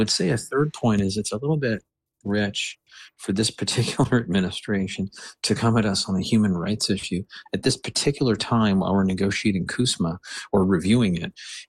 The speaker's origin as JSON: {"language": "English", "country": "Canada", "said": "I don't say that because I'm Canadian"}